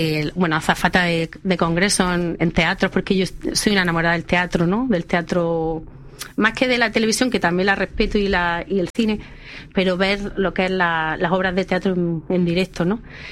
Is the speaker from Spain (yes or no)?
yes; Almería, Andalusia, Spain; also born or lived in Madrid; yo soy muy andaluza, me encanta Andalucía, me encanta mi tierra, Almería